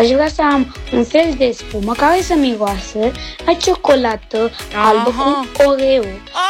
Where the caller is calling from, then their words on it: Peretu, Teleorman, Romania; din Peretu. Am 9 ani